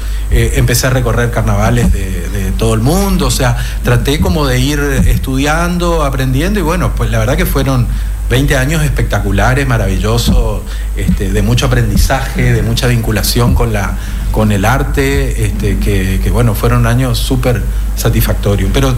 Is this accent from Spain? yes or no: no; Corrientes, Argentina; born there; moved away as an adult; now in Resistencia, Argentina; Yo soy nacido de Corrientes, lo que pasa es que a esta altura ya me considero más chaqueño